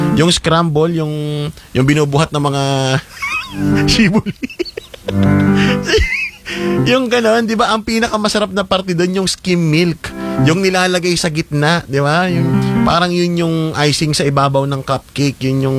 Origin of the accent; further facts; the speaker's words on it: Quezon, Calabarzon, Philippines; dun sa amin sa Quezon